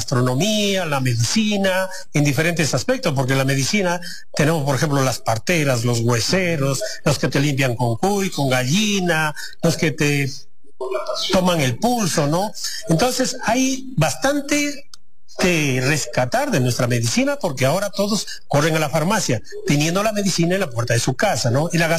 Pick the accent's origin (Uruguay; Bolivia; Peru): Peru; Cajamarca; nuestra región Cajamarca